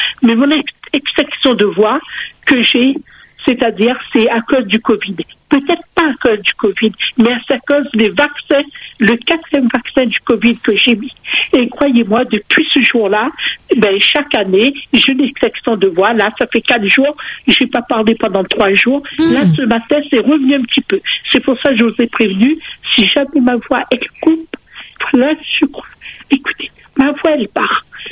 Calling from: Auvergne-Rhône-Alpes, France; Moi, ça fait 37 ans que je vis en Ardèche.

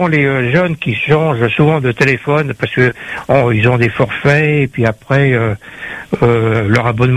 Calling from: Saint-Pierre, Réunion; Alors moi je suis à Saint-Pierre. Bon, à Saint-Pierre quand même, c'est une grande ville. Il y a bien des gens.

